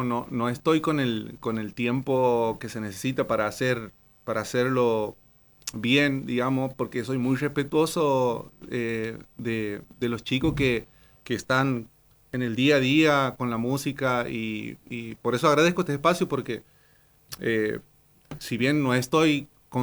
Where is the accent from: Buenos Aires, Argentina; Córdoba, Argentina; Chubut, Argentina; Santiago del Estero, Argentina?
Santiago del Estero, Argentina